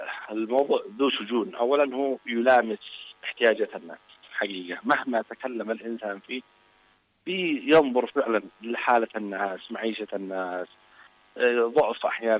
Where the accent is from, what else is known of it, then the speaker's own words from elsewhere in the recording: Yemen; إحنا بنقول كأنصار الله نحن جزء من اليمن ولسنا كل اليمن.